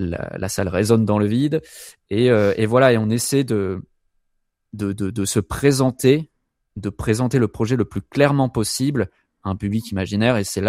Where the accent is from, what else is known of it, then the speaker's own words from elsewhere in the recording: Montpellier, Occitanie, France; Donc … et moi, on est de Montpellier.